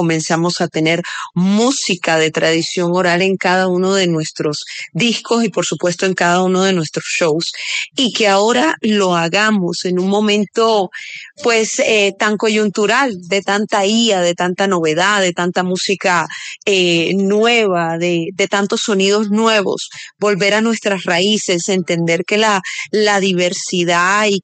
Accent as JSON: {"language": "Spanish", "town": "Barranquilla", "region": "Atlántico", "country": "Colombia", "said": "además en mi tierra, en Barranquilla, imagínate."}